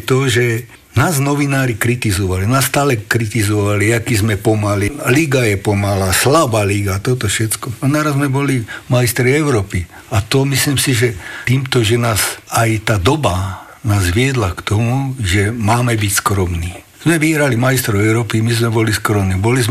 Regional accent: Topoľčany, Nitra Region, Slovakia; ja osobne pochádzam z Topolčian

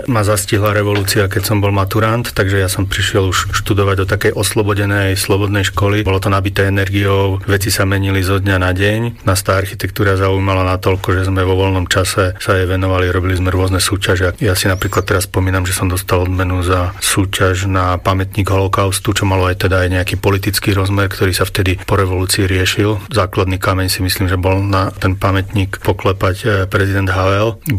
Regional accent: Banská Bystrica, Banská Bystrica Region, Slovakia; Ja pochádzam z centra Banskej Bystrice

